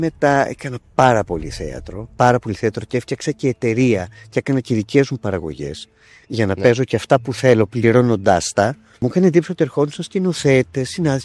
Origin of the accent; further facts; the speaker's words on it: Thermo, West Greece, Greece; born there; moved away as an adult; now in Athens, Greece; εγώ το 1981, τελειώνοντας το Λύκειο, ήρθα από το Θέρμο στην Αθήνα